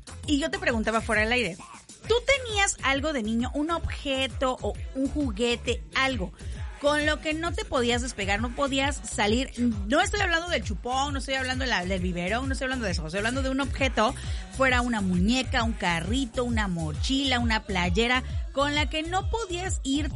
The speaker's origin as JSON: {"language": "Spanish", "region": "Puebla", "country": "Mexico", "tie": "born or raised there", "said": "No soy de Puebla, pero viví muchos años en mi infancia"}